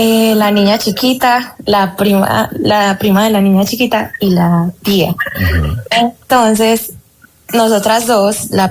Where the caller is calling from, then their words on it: Medellín, Antioquia, Colombia; Desde Medellín